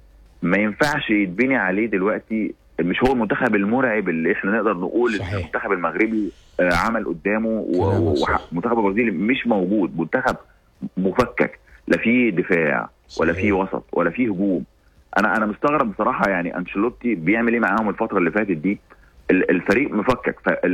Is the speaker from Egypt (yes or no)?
yes; Egypt; احنا كمصريين